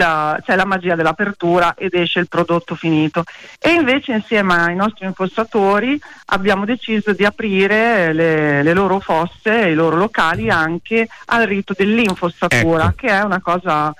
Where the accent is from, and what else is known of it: Emilia-Romagna, Italy